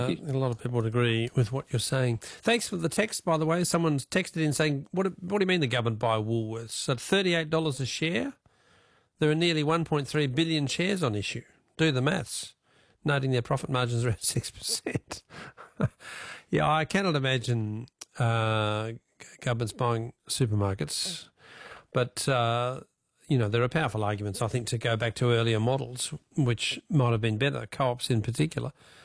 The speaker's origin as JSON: {"language": "English", "country": "Australia", "said": "do you, as an Australian, do you reckon that we've ever got good value out of the minerals that we own?"}